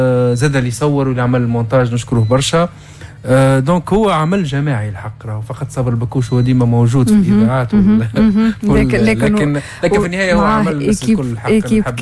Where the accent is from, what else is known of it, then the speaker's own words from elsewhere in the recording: Djerba, Medenine, Tunisia; احنا فين من جربة هو